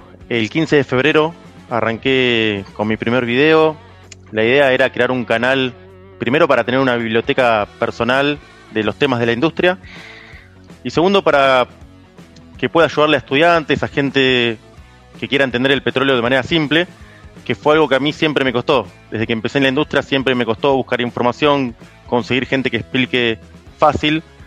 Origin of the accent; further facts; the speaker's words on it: Mar del Plata, Buenos Aires Province, Argentina; moved away as an adult; now in Neuquén, Argentina; yo nací en Mar del Plata. Viví ahí, estudié ahí, ingeniería industrial, me recibí.